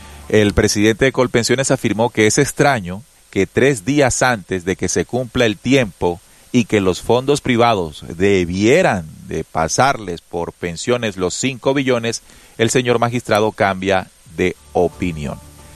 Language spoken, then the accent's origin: Spanish; Colombia